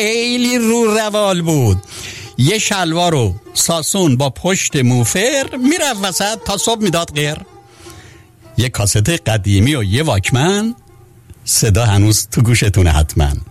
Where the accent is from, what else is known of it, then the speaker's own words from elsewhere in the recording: Iran; born there; moved away; یاد ایران به خیر، یاد زادگاهمون به خیر،